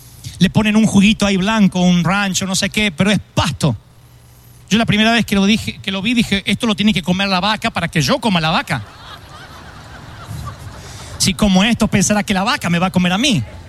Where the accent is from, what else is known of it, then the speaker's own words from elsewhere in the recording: Argentina; Yo soy carnívoro, no carnal, carnívoro, porque soy argentino.